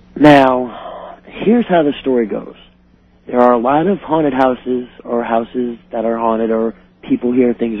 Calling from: New Orleans, Louisiana, United States; I am calling from New Orleans.

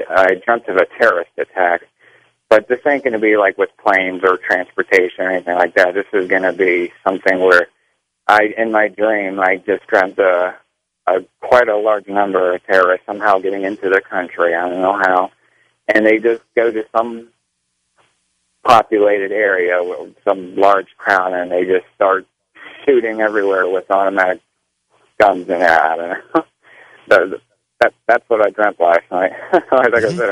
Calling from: Pittsburgh, Pennsylvania, United States; I'm calling from Pittsburgh.

